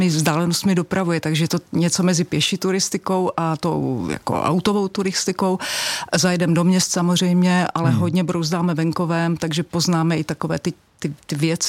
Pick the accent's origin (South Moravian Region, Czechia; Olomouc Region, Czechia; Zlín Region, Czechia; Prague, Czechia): South Moravian Region, Czechia